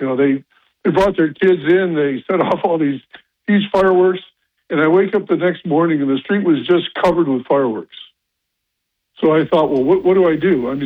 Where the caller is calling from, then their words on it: Endicott, New York, United States; from Endicott.